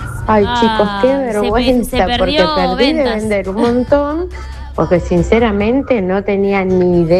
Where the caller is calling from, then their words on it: Junín, Argentina; soy de Junín